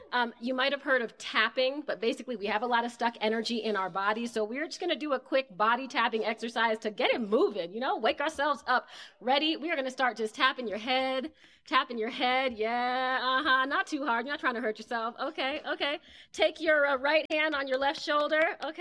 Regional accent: Washington, District of Columbia, United States; My background, I grew up in Washington, D.C., and I did a lot of traditional things that people said meant success.

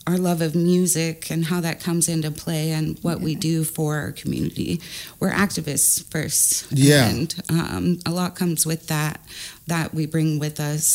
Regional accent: Santa Barbara County, California, United States; moved away as an adult; I am not from here. I was raised in Southern California, Santa Barbara County area, kind of, I guess, a little more closer to Central South California.

